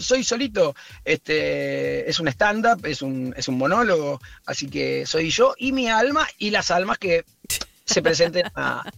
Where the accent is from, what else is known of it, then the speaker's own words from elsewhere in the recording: Uruguay; now in Argentina; una infancia hippie que tuve en Uruguay, porque yo nací en Uruguay